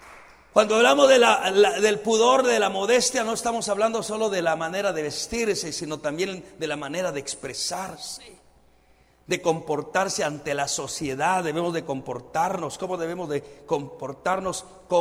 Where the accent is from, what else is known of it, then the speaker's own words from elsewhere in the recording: Guatemala; nuestro lindo país de Guatemala